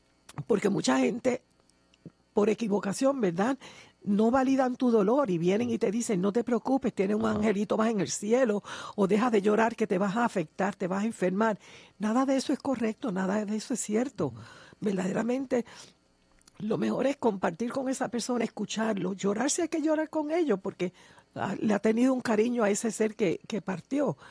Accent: Puerto Rico; aquí pues somos puertorriqueños, hablamos el mismo idioma.

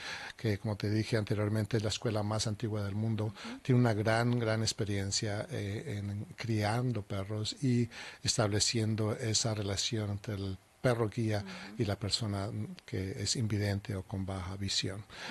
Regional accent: Colombia; moved away as an adult; now in United States; Originalmente soy de Colombia. Llegué a Estados Unidos hace ya 26 años

